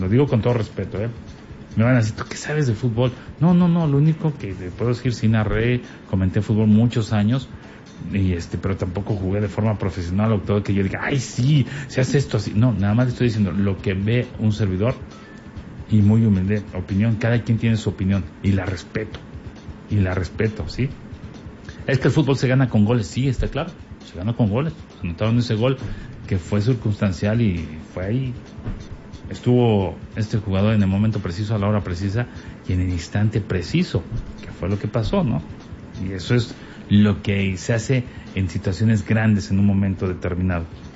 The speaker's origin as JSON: {"language": "Spanish", "country": "Mexico", "said": "si ganó y está bien, festejamos como mexicanos"}